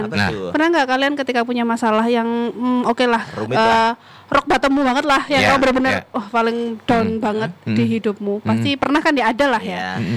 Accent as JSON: {"language": "Indonesian", "town": "Malang", "region": "East Java", "country": "Indonesia", "said": "Kalau karena aku orang Malang ya."}